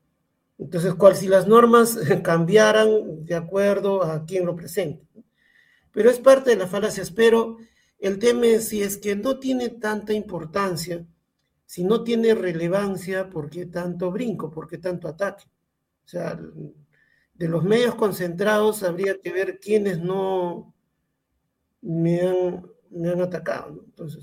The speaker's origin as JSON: {"language": "Spanish", "country": "Peru"}